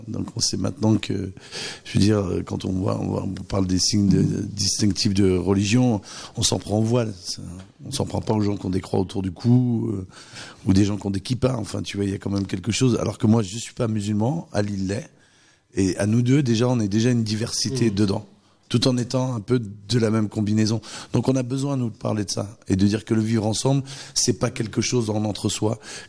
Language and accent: French; Pays de la Loire, France; born there; moi, je suis né dans le Maine-et-Loire